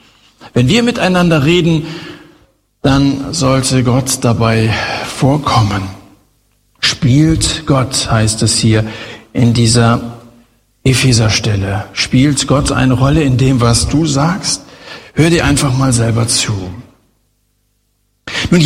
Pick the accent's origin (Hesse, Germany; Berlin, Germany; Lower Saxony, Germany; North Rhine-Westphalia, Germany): Hesse, Germany